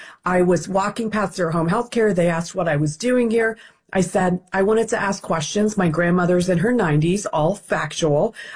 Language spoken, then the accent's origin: English; Ohio, United States; I'm a taxpayer first. I'm an American first, and I'm an Ohioan first.